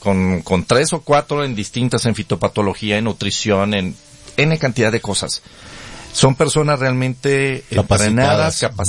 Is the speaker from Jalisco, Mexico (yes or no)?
yes; Jalisco, Mexico; yo soy de Jalisco, pero hay una diferencia de mentalidad gigantesca entre el agricultor de Sinaloa contra el agricultor de Jalisco.